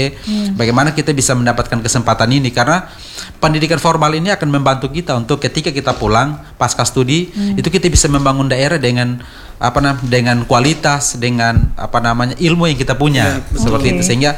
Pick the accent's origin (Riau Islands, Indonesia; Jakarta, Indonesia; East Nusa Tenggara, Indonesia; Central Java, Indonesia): East Nusa Tenggara, Indonesia; mindset kita orang Timor ya, kita orang sini